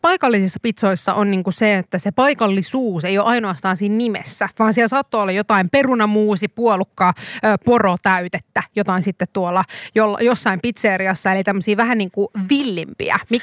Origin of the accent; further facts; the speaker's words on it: Kuopio, North Savo, Finland; Mä oon Kuopiosta.